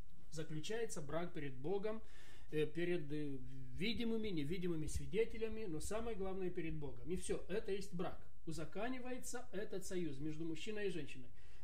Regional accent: Moldova; Здравствуйте, друзья! Я пастор из Молдовы.

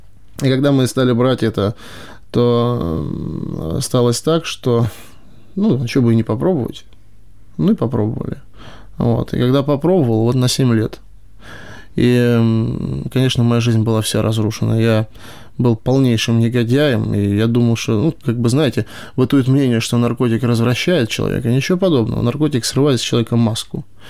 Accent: Moscow, Russia; moved away as an adult; now in Kharkiv, Ukraine; Я из Москвы. Здесь, в Харькове, тружусь 2 года.

